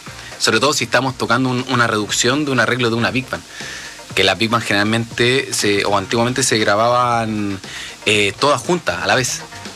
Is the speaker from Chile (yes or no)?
yes; Conchalí, Santiago Metropolitan Region, Chile; Yo vengo de Conchalí, de una comuna, no digamos ultra pobre, pero tampoco digamos ultra rica tampoco